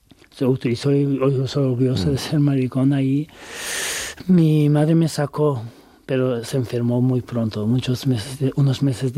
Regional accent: Turkey; Spanish is a second language; now in Spain; soy turco y yo podía pasar más fácil que los otros muchos, pero de igual forma molestaban mucho y querían deportarme a Irán.

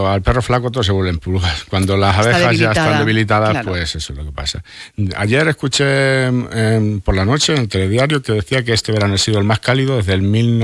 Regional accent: Valero, Castile and León, Spain; Yo soy de Valero, como todo el mundo sabe.

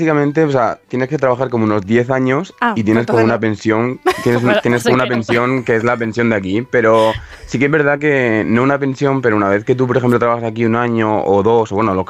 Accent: Bigastro, Valencian Community, Spain; Sí, yo soy de Bigastro, no sé si lo conoceréis, es un pueblito

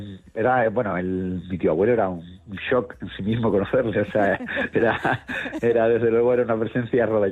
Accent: Cádiz, Andalusia, Spain; y yo además me crié en Cádiz

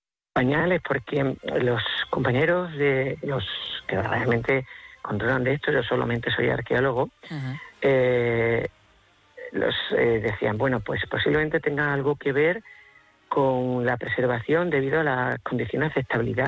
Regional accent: Extremadura, Spain; que es casi tanto más calor que el que hace en mi tierra aquí en Extremadura

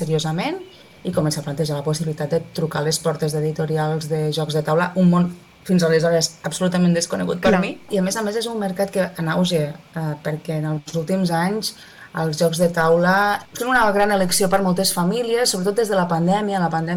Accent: Maials, Catalonia, Spain; born there; jo soc nascuda a Maials, un poble del Segrià, que no arriba als 1.000 habitants

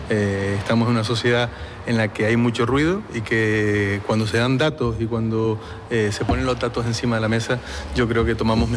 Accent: Canary Islands, Spain

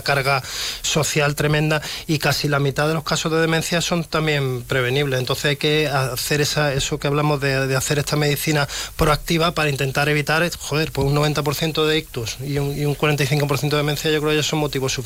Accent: Andalusia, Spain; Yo soy andaluz

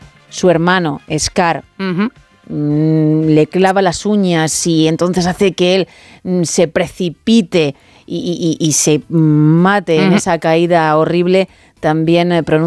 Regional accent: Sanlúcar de Barrameda, Andalusia, Spain; born or raised there

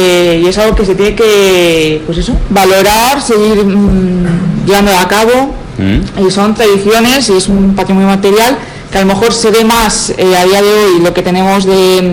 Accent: Pedro Muñoz, Castilla-La Mancha, Spain

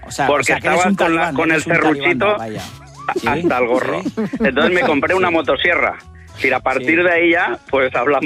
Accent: Valencia, Valencian Community, Spain; A ver, David, Jorge, soy de Valencia.

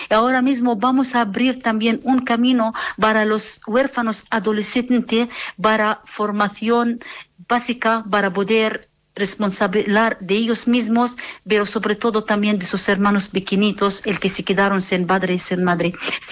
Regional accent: Palestine; now in Navarre, Spain; Y yo como palestina

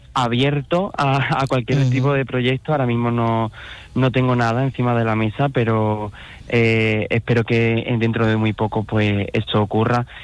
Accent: Huelva, Andalusia, Spain; siempre llevaré a mi tierra, la que me ha visto crecer

